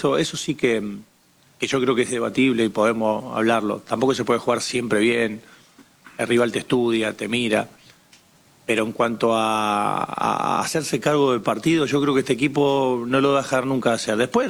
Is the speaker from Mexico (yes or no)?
no; Argentina; nosotros somos Argentina